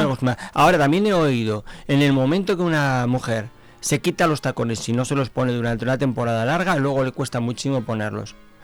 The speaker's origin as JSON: {"language": "Spanish", "town": "Pamplona", "region": "Navarre", "country": "Spain", "lives_now": "Zamora, Spain", "said": "Yo sé que muchas veces, como soy de Pamplona, aunque llevo aquí, ya soy zamorano."}